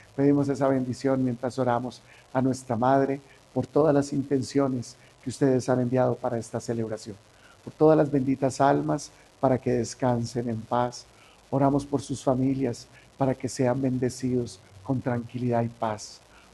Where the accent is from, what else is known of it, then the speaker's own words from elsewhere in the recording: Colombia; hermanos colombianos